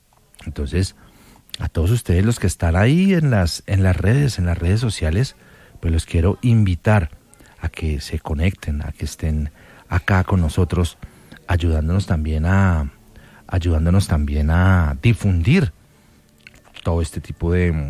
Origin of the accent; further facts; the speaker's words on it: Colombia; somos colombianos.